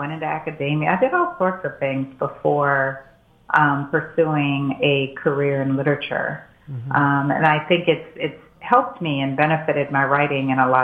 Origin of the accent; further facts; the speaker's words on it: West Palm Beach, Florida, United States; moved away as an adult; now in Washington, D.C., United States; but I am first gen. I feel like I'm first gen everything. So born and raised in West Palm Beach, Florida. And, yeah, spent a lot of time in the South.